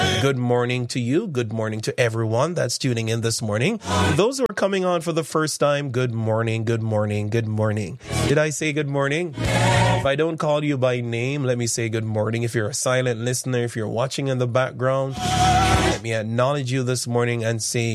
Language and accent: English; Jamaica; Growing up in Jamaica